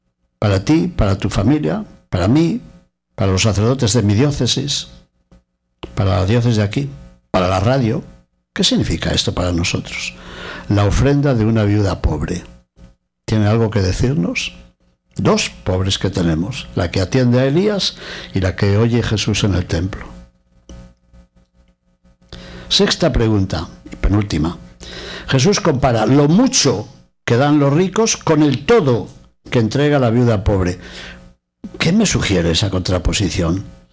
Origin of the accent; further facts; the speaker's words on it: Spain; en Toledo, en mi tierra, en España